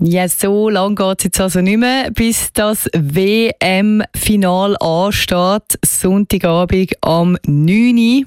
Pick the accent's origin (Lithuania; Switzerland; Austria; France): Switzerland; Aber wahrscheinlich ist man am Abend um 9 Uhr bei uns in der Schweiz eh nicht mehr so viel.